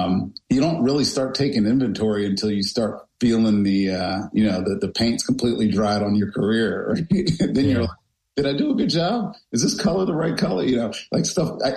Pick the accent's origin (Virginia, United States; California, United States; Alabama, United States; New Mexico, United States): Virginia, United States; Roanoke; born or raised there; also born or lived in Blacksburg, Virginia / Charlottesville